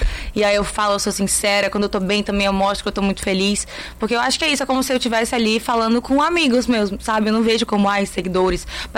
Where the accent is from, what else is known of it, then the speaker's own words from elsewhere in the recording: Campos dos Goytacazes, Rio de Janeiro, Brazil; moved away as an adult; also born or lived in São Paulo; now in Fortaleza, Brazil; eu sou campista. Eu sou do interior do Rio de Janeiro, em Campos dos Goytacazes. Eu nasci lá a vida inteira, fiquei até 18 anos. É uma cidade que fica a umas 4 horas do Rio, nem é tão perto, não tem praia. Mas a gente gosta, tem aquele climinha de interior que todo mundo se conhece